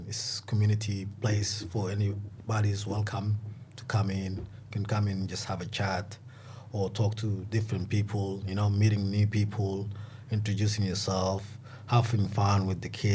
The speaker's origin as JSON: {"language": "English", "country": "Sudan", "also_born_or_lived": "Melbourne", "second_language": "English", "moved": "yes", "lives_now": "Alice Springs, Australia", "said": "I'm originally from Sudan. I come to Australia 15 years ago. I was first in Melbourne."}